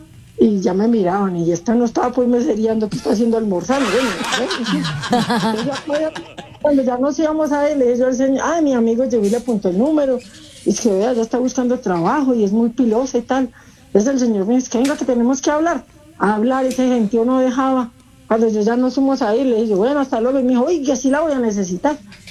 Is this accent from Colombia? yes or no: yes; Manizales, Caldas, Colombia; Yo soy de Manizales, Caldas.